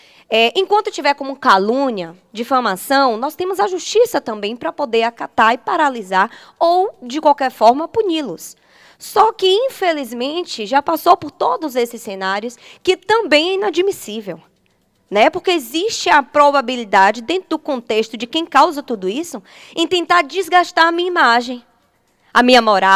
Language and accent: Portuguese; Coração de Maria, Bahia, Brazil; reside sozinha na cidade de Coração de Maria. Cidade essa a qual eu me criei, nasci no Hospital Ângelo Martins, tenho família, tenho residência fixa.